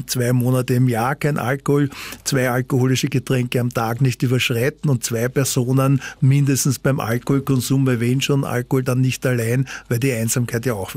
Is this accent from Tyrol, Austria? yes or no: no; Vienna, Austria; ich komme aus Grinzing, aus Wien